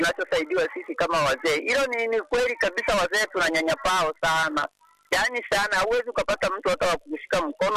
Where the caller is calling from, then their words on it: Buhemba, Mara, Tanzania; kutoka Buhemba.